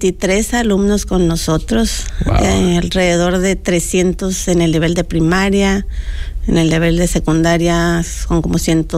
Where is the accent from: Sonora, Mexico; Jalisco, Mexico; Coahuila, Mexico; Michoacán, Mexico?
Sonora, Mexico; Ciudad Obregón; moved away as an adult; now in Montemorelos, Mexico; Yo nací en la capital del mundo, le digo yo, en Ciudad Obregón, Sonora. Okay. Allá soy originaria, aunque ya tengo bastante tiempo viviendo aquí en Montemorelos. Me vine a estudiar la carrera de licenciada en educación primaria.